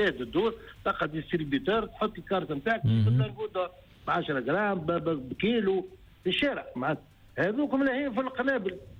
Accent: Tunisia; احنا راهو الذهب عندنا في تونس بالنسبه للخارج معناتها يتسمى متميز

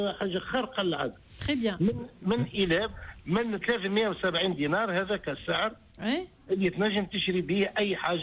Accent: Tunisia; احنا راهو الذهب عندنا في تونس بالنسبة للخارج معناتها يتسمى متميز

